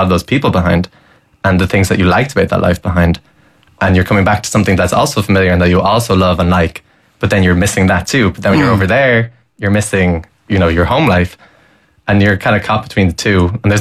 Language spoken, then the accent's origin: English; Ireland; It's not about me being ungrateful about being Irish, because it's quite the opposite. But I want to see this country do better